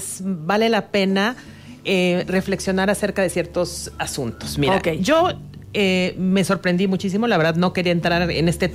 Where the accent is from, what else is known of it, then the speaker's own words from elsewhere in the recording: Mexico; como mexicanos y en este país